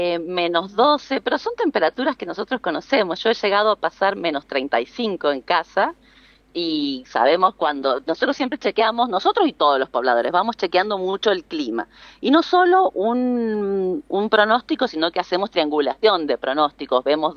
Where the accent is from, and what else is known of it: Mendoza, Argentina; now in Los Penitentes, Argentina